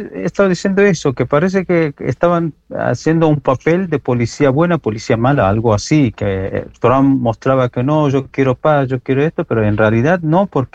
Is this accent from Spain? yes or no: no; Iran